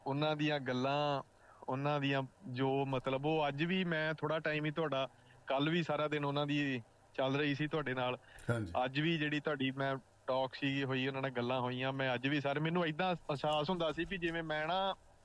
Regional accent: Panjgrain, Punjab, India; born there; ਮੈਂ ਪਿੰਡ ਮੇਰਾ ਨਗਰ ਪੰਜਗਰਾਈਆਂ ਜਿੱਥੇ ਮੈਂ ਜੰਮਿਆ ਵਾਂ।

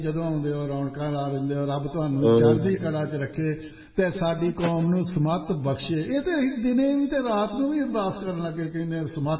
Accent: Batala, Punjab, India; ਫੇਰ ਤੇ ਤੁਸੀਂ ਸਾਡੇ ਇਲਾਕੇ ਦੇ ਹੀ ਹੋਗੇ ਬਟਾਲਾ ਗੁਰਦਾਸਪੁਰ

